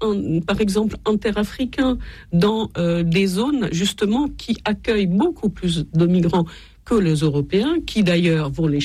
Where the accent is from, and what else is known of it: Italy